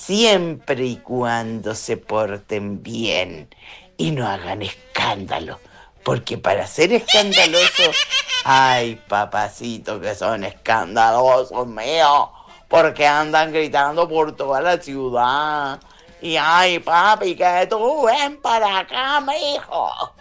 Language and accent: Spanish; Chile; Acá en Chile, antes, porque ahora ya no, antes éramos más caucásicos.